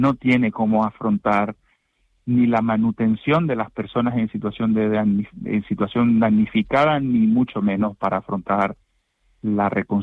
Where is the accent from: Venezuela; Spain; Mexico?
Venezuela; A veces, como venezolano, me pregunto qué habremos hecho mal nosotros, qué estamos pagando.